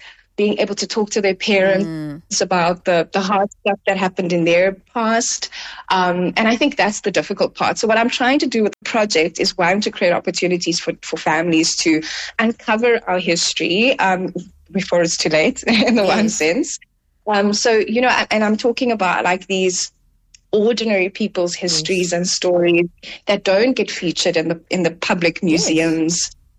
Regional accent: Delft, Western Cape, South Africa; born or raised there

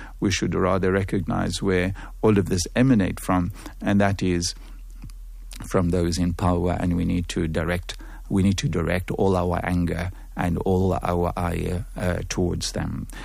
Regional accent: South Africa

